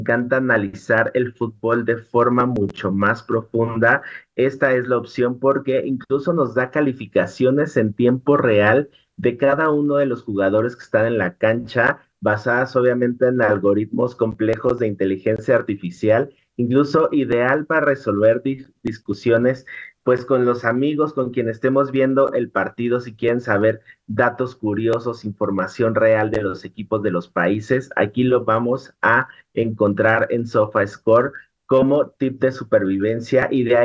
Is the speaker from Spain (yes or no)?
no; Mexico; como buenos mexicanos que somos